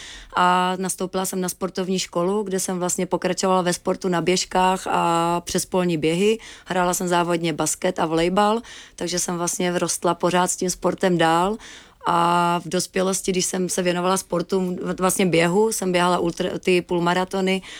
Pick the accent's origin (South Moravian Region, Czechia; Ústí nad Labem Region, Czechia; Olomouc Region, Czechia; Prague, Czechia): Olomouc Region, Czechia; Jeseník; pocházím z Jeseníku, takže vyrostla jsem v krásných Jeseňských horách.